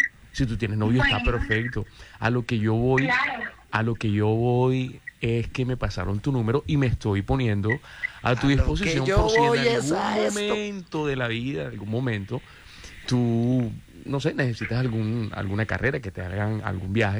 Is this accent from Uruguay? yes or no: no; Barranquilla, Atlántico, Colombia; Yo soy de aquí de Barranquilla.